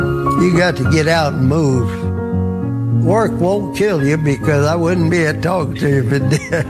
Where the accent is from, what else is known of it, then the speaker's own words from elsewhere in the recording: Galveston, Texas, United States; born there; 1933, I was born in Galveston. My daddy, before I was 10 years old, he bought an old boat out of the yacht basin and made a mast out of wood, stuck it on there.